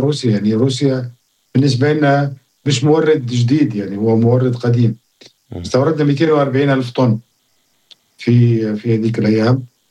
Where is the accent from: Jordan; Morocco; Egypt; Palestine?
Jordan